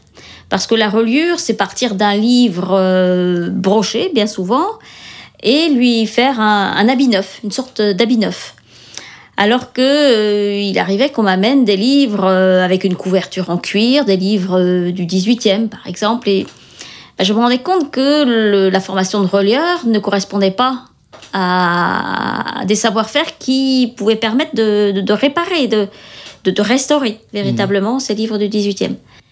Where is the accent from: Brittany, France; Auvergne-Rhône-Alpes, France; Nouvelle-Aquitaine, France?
Brittany, France; Saint-Sauveur; Non, je suis originaire de Saint-Sauveur, là où je suis installée maintenant. J'ai habité 10 ans à Brest